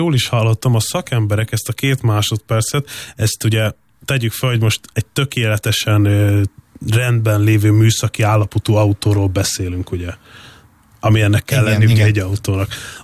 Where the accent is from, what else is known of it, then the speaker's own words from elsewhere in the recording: Budapest, Hungary; Ugye én is érzékeltem, én Budapesten nőttem fel, ugye